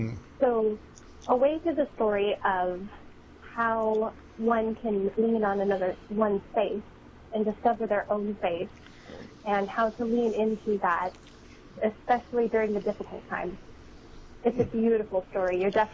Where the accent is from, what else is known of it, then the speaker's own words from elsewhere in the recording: Colorado, United States; moved away; back in my home state in Colorado.